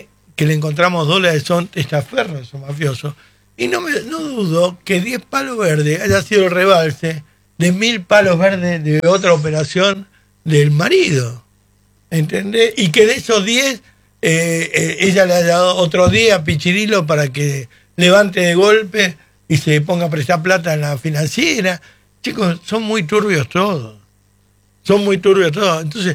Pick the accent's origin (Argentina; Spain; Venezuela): Argentina; Pero hablo como argentino.